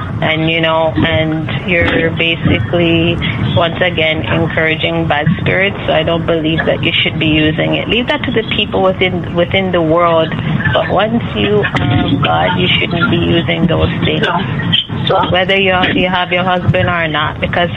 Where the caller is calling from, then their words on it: Canada; We're calling from Canada.